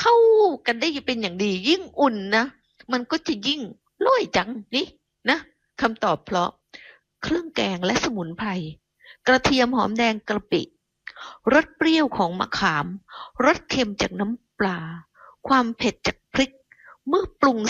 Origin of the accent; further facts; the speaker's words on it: Southern Thailand, Thailand; เราเด็กใต้